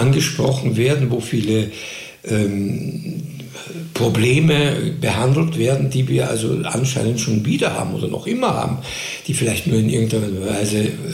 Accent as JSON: {"language": "German", "country": "Austria", "also_born_or_lived": "Germany", "said": "Oberösterreich nicht meine unmittelbare Heimat ist, aber immerhin im weitesten Sinne ist ja Österreich meine Heimat"}